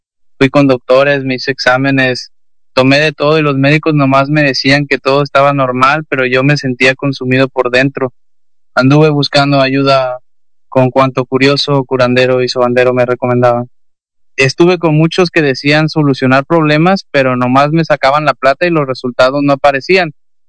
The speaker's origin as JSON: {"language": "Spanish", "town": "Parral", "region": "Chihuahua", "country": "Mexico", "said": "soy de acá de Parral, Chihuahua, de familia de rancho"}